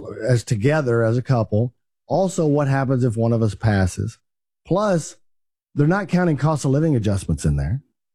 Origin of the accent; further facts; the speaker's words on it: Texas, United States; Well, nobody in my family, we're rednecks from East Texas. Nobody ever lives past 70.